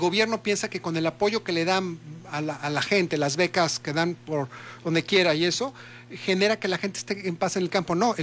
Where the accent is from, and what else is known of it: Mexico